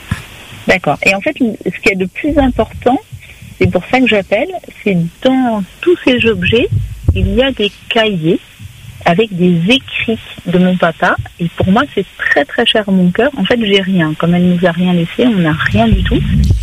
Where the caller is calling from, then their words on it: Réunion; moi-même je suis à La Réunion